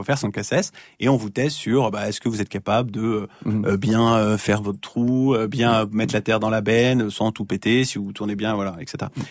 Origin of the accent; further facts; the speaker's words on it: Auvergne-Rhône-Alpes, France; parce que on est aussi de la Savoie. Et donc, en Savoie, j'ai toujours abattu des arbres, les pins principalement.